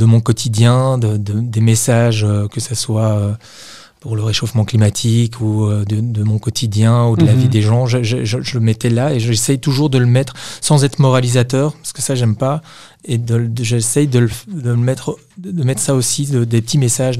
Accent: Nivelles, Wallonia, Belgium; born there; also born or lived in Brussels / Paris; moi j'étais à l'école en secondaire à Nivelles.

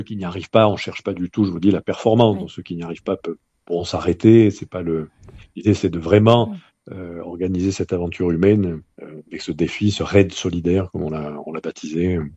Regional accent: Marseille, Provence-Alpes-Côte d'Azur, France; born or raised there; now in Perpignan, France

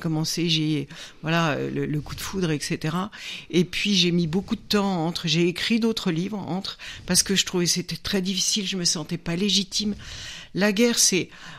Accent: Paris, Île-de-France, France; born there; Et si je vous disais où je suis né, c'est terrible. Je suis né à Paris. Comme tous les Bretons parisiens.

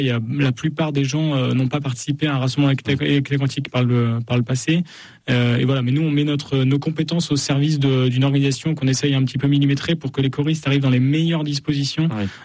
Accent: Chambéry, Auvergne-Rhône-Alpes, France; Mais... Non, mais j'en suis. Je viens de Chambéry.

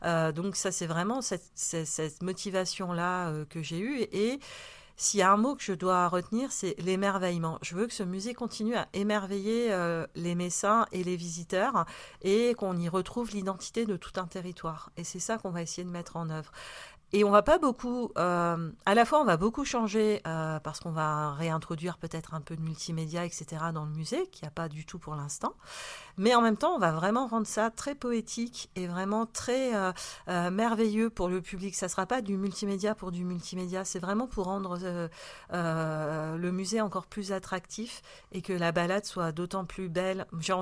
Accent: Metz, Grand Est, France; Je suis née comme beaucoup à la maternité Sainte-Croix qui existait encore. Et j'ai grandi au Sablon. Qui est mon quartier de naissance et de prédilection, rue de la Chapelle, près de l'église Sainte-Fiacre. Et voilà, c'est mon petit quartier coup de cœur de Metz.

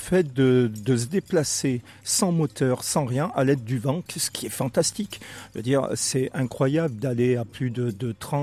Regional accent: Saint-Étienne, Auvergne-Rhône-Alpes, France; now in La Franqui, France; Moi, je viens de Saint-Etienne

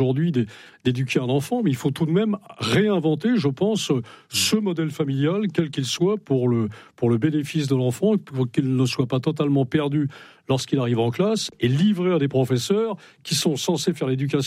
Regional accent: Brittany, France; c'est pas parce que je suis breton que je ne fais pas partie. Nous avons été vassalisés par l'histoire de France, nous sommes bretons malgré nous.

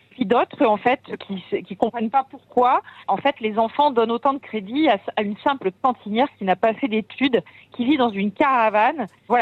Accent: Auvergne-Rhône-Alpes, France; je suis pourtant originaire d'Auvergne, mais une maman passionnée de médecine douce, de chamanisme, etc. Donc voilà, l'origine de mon prénom, mais je suis une pure Auvergnate.

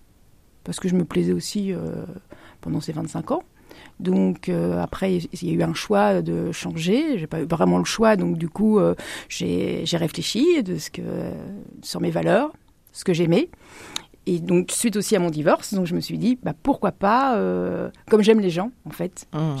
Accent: Rouen, Normandy, France; je suis née à Rouen. J'ai fait toute ma scolarité sur Rouen, j'ai travaillé sur Rouen et aujourd'hui j'ai créé une entreprise sur Rouen. Donc voilà, Rouen.

